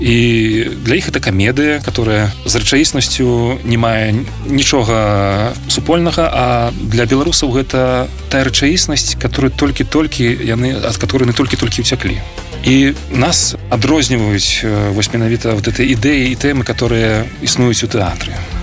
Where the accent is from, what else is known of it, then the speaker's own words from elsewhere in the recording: Belarus; accent: Belarusian; Ukrainian is a second language; moved away as an adult; now in Poland; у мене акцент, якби, буде так, білоруський